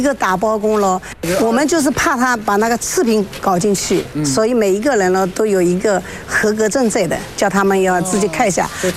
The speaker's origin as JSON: {"language": "Chinese", "town": "Taizhou", "region": "Zhejiang", "country": "China", "said": "像我们台州这边路桥、椒江、黄岩，还有我们临海那边。"}